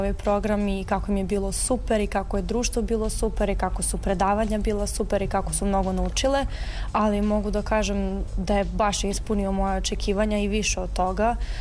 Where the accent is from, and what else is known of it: Belgrade, Serbia